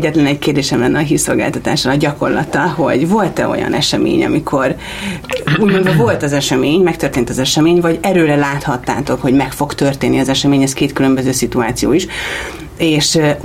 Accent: Hungary; bárhova megyek, én magyar maradok

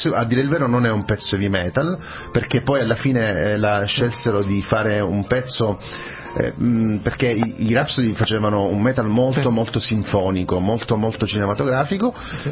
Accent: Agrigento, Sicily, Italy; Io sono di Agrigento, Sicilia.

